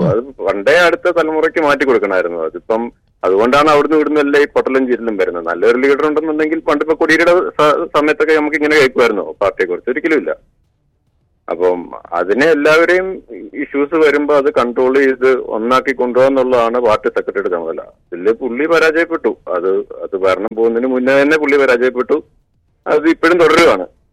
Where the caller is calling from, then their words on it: Kottayam, Kerala, India; ഞാൻ കോട്ടയം.